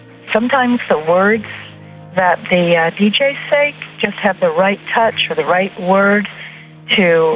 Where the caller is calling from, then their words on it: Waverly, United States; I'm from Waverly